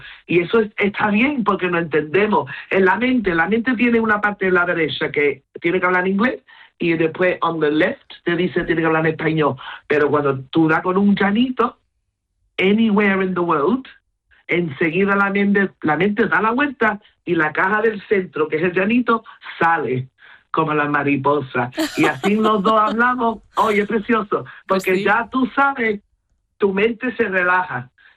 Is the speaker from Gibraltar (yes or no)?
yes; Gibraltar; also born or lived in La Línea de la Concepción; now in United Kingdom; yo nací en la línea, me crié en Gibraltar, mis padres son indios